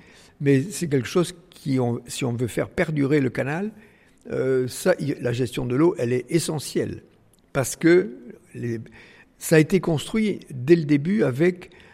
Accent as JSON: {"language": "French", "town": "Vielmur-sur-Agout", "region": "Occitanie", "country": "France", "tie": "born there", "said": "moi je suis né dans Vielmur, dans le Tarn, petit village, à la campagne. On n'avait même pas l'eau courante, vous voyez, dans la maison."}